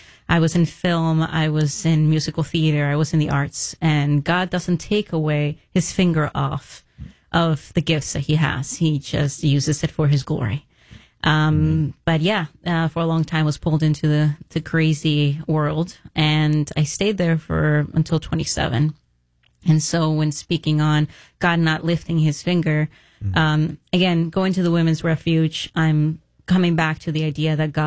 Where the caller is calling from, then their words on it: Mexico; And I'm very happy to be here. I'm coming in from Mexico.